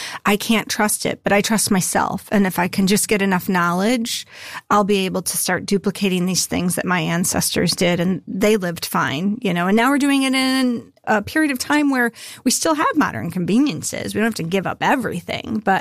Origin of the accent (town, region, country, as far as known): Midwest, United States